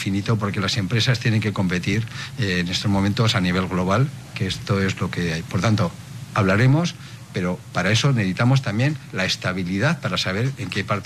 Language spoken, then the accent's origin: Spanish; Spain; nosotros como ciudadanos españoles